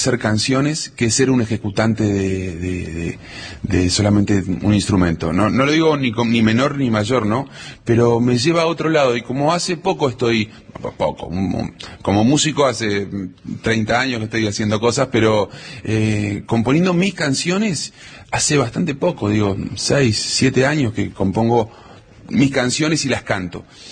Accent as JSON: {"language": "Spanish", "town": "Cutralcó", "region": "Neuquén", "country": "Argentina", "tie": "born or raised there", "moved": "yes", "lives_now": "Buenos Aires, Argentina", "said": "Yo soy de Cutralcó, Neuquén. Muy folclórico."}